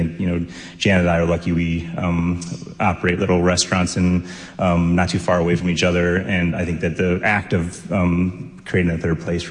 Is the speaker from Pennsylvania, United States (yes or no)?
no; St. Louis, Missouri, United States; born or raised there